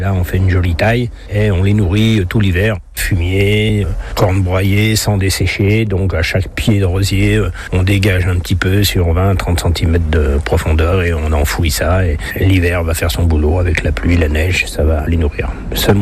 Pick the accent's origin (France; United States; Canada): France; Auvergne-Rhône-Alpes; tout au moins chez nous, en Haute-Savoie.